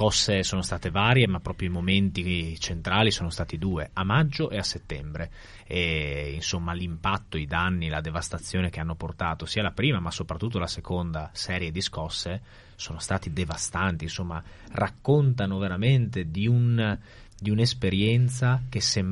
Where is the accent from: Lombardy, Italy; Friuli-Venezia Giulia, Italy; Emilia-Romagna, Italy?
Friuli-Venezia Giulia, Italy